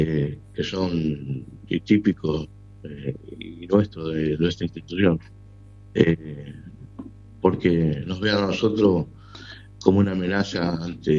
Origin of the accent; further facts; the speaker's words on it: Argentina; Como ciudadano argentino, tenemos que seguir creyendo en los poderes democráticos.